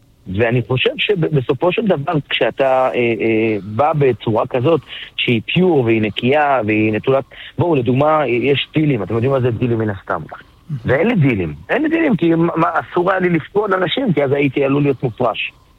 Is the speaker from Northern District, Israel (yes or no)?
no; Ofakim, Southern District, Israel; מאופקים, משכונת אלי כהן, איש פשוט.